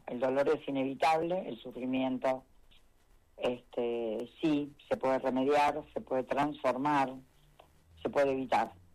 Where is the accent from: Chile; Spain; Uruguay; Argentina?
Argentina; Somos Argentina con Maradona, con Messi.